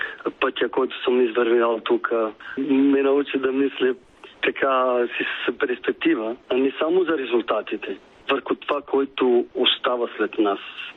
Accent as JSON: {"language": "Bulgarian", "country": "Italy", "second_language": "Bulgarian", "moved": "yes", "lives_now": "Bulgaria", "said": "Аз съм италианец, ама в моето сърце е в България."}